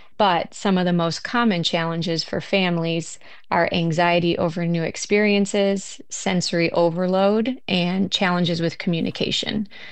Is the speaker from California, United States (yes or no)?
no; Wisconsin, United States; Yeah, I fell in love with the ocean at a young age, and I'm from Wisconsin, so that was through aquariums.